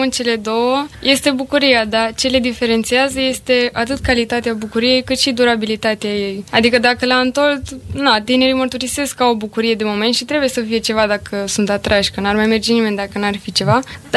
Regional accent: Sibiu, Sibiu County, Romania; Din Sibiu.

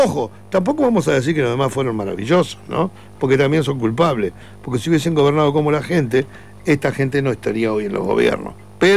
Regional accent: Maldonado, Uruguay; Yo soy recontra uruguayo, gracias a Dios, y recontra fernandino.

